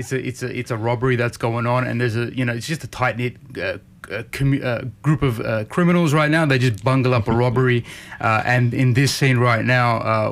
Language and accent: English; Ryde, New South Wales, Australia; Yeah, very proud to be Armenian. And I grew up here in Ride.